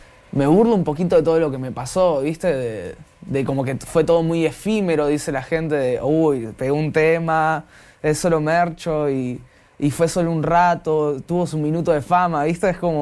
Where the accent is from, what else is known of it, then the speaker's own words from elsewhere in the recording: General Rodríguez, Buenos Aires Province, Argentina; now in Pilar, Argentina; Yo soy de General Rodríguez, de allá, zona oeste. Viví mucho tiempo ahí, fui a la escuela allá. Y después me mudé para Pilar, pero bueno, estamos ahí cerca.